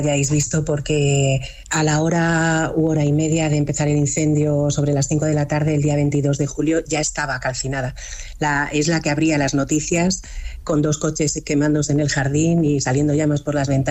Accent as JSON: {"language": "Spanish", "town": "Alcobendas", "region": "Community of Madrid", "country": "Spain", "said": "Yo soy de la zona norte, yo soy de Alcobendas, mi familia vive en esa zona"}